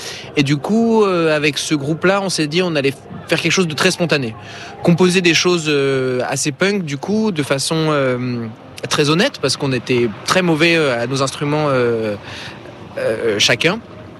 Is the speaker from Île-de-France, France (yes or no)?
no; Strasbourg, Grand Est, France; Donc, on vient de Strasbourg.